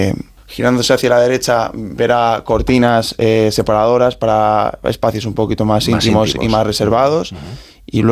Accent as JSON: {"language": "Spanish", "region": "Galicia", "country": "Spain", "lives_now": "Madrid, Spain", "said": "esa naturaleza, vamos, propia de Galicia y propia de mi pueblo del interior, que es Pudenza. Y eso es lo que queremos transmitir, lo que queremos traer aquí a Madrid, ese rinconcito de Galicia."}